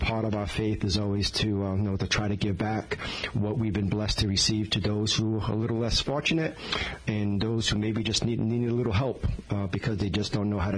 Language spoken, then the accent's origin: English; Fall River, Massachusetts, United States; the community that I grew up in Fall River, a very diverse community. You know, being Portuguese, we have over 30 languages spoken in our community.